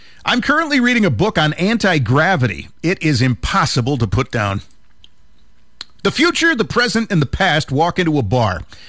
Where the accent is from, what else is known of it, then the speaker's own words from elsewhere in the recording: Dalton, Pennsylvania, United States; That's Tim. I'm from Dalton. He's from Old Forge.